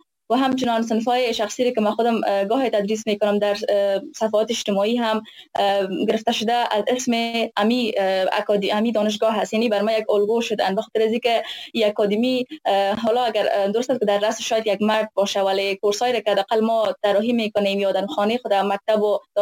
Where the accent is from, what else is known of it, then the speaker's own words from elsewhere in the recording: Afghanistan; جوان نیستم در افغانستان بزرگ شدم، یعنی از بین خود مردم صحبت میکنم